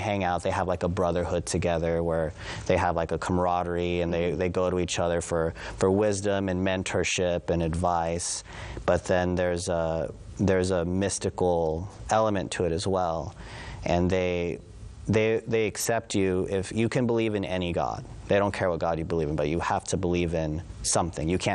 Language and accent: English; San Antonio, Texas, United States; where I grew up in San Antonio, there was a very big evangelical movement in the 90s.